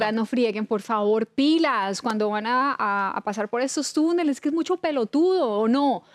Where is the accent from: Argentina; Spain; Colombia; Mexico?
Colombia; Cali, Valle del Cauca; moved away; de allá soy yo, de Cali, oiga, Cali Valle